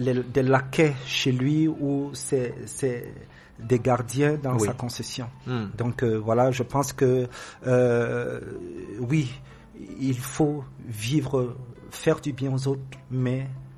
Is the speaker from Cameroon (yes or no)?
yes; Cameroon; first language Beti; French is a second language; …, qui dans ma langue maternelle, je suis Béti, signifie quelqu'un de pas sérieux